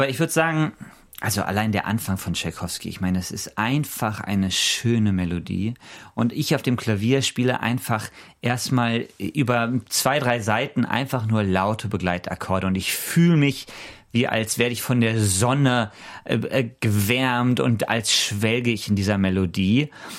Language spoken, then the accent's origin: German; Bonn, North Rhine-Westphalia, Germany; Also ich habe die damals zum ersten Mal gehört, als die in Bonn waren, wo ich aufgewachsen bin, als sie dieses Beethoven-Projekt gemacht haben, beim Beethovenfest damals.